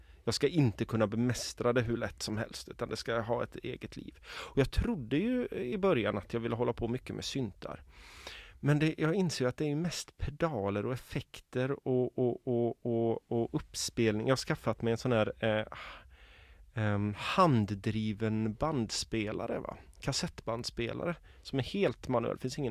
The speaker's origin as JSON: {"language": "Swedish", "town": "Borås", "region": "Västra Götaland County", "country": "Sweden", "said": "Det är där jag kommer ifrån, ja."}